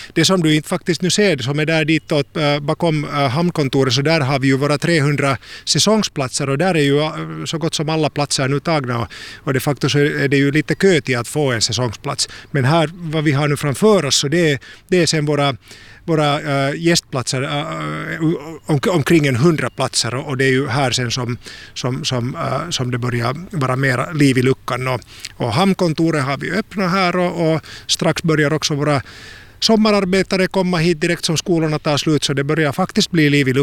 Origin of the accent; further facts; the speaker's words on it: Tampere, Pirkanmaa, Finland; moved away as an adult; also born or lived in Helsinki / Hanko; now in Kasnäs, Finland; jag är ju ursprungligen Tammafors-pojke. Jag har vuxit upp i Tammafors och gått Svenska Samskolan i Tammafors